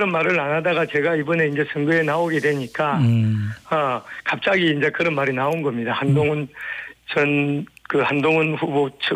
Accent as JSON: {"language": "Korean", "region": "Busan", "country": "South Korea", "said": "그런 부분에 대해서는 제가 뭐 부산 사나이로서 구차한 변명 없이 깨끗하게 100대 사죄하고"}